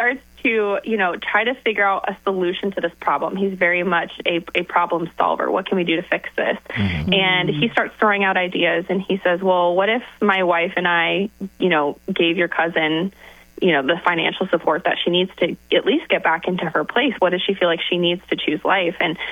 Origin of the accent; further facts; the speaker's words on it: Colorado, United States; So originally, I'm from Colorado, and my husband is from Indiana. So, yeah, Colorado girl fell in love with an Indiana guy